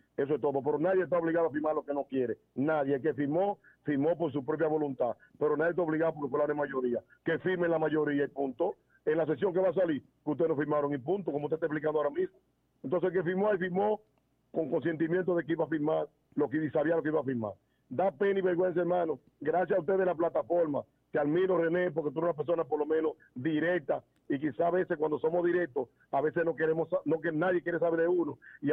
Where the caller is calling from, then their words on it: Maizal, Dominican Republic; del Distrito Municipal de Maizal.